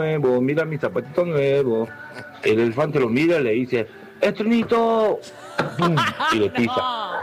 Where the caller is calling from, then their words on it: Palpalá, Jujuy, Argentina; de Palpalá.